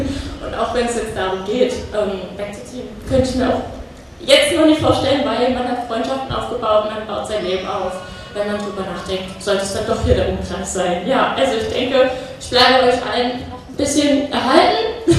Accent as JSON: {"language": "German", "town": "Sandersleben", "region": "Saxony-Anhalt", "country": "Germany", "tie": "born or raised there", "said": "ich bin 20 Jahre alt und ich komme aus Sandersleben."}